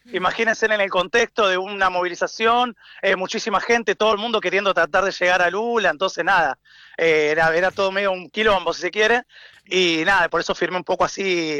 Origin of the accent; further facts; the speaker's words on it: Argentina; now in Brazil; Mirá, te cuento, yo ya vivía acá en Brasil 3 años, y volví para Argentina, estuve como unos 3, 4 años en Argentina.